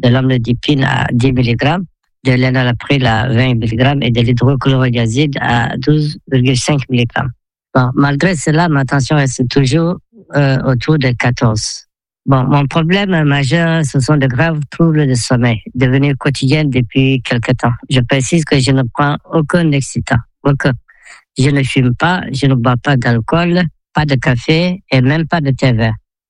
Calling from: Mozambique; j'ai 57 ans et je vis au Mozambique.

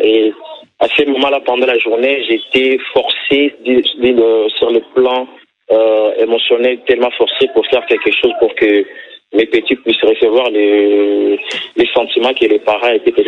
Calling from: Kisangani, Tshopo, DR Congo; je suis de Kisangani.

